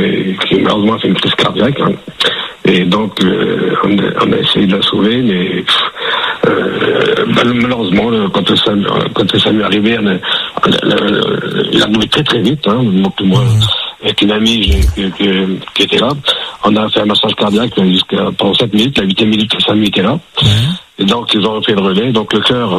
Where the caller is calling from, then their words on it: Saint-Dizier, Grand Est, France; moi, j'habite dans l'Est, hein, moi, j'habite à